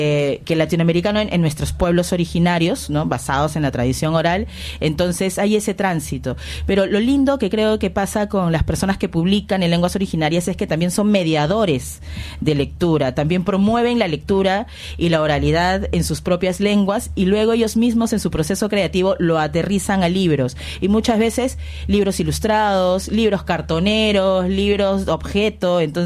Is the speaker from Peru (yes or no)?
yes; Peru